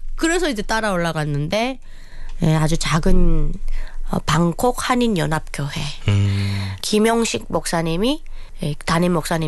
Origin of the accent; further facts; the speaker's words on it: North Korea; now in South Korea; 우리 고향 분들이